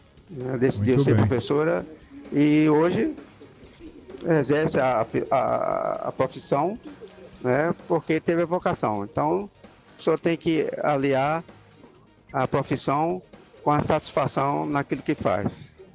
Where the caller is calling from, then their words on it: Olinda, Pernambuco, Brazil; aqui eu sou de Olinda.